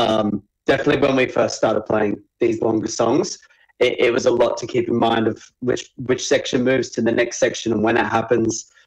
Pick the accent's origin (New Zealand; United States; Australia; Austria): Australia; Adelaide, South Australia; We love Adelaide. I'm originally from Adelaide, so any way to help a small festival grow there.